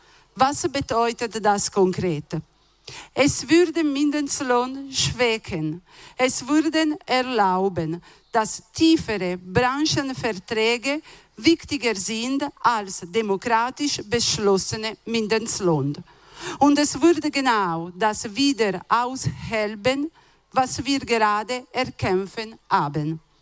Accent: Italy; moved away as an adult; now in Switzerland; Ich komme aus Italien und ich arbeite hier in der Schweiz in der Gastronomie.

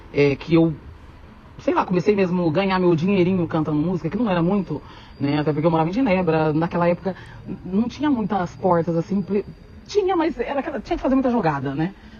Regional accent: Portugal; Mas eu acho que como eu cresci na roda de samba em Portugal ali, eu tive muita dificuldade em lidar com essa questão mesmo racial e tem mais, né? A questão de ser imigrante, né?

